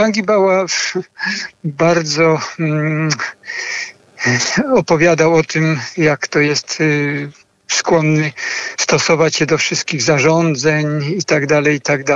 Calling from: Kraków, Lesser Poland, Poland; z Krakowa.

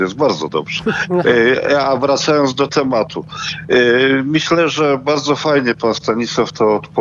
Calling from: Bydgoszcz, Kuyavian-Pomeranian Voivodeship, Poland; z Bydgoszczy.

